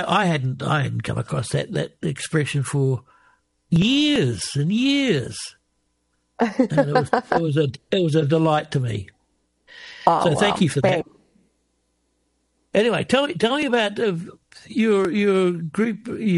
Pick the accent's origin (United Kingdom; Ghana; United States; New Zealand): New Zealand; moved away as an adult; I'm a New Zealander originally. My first 41 years living in New Zealand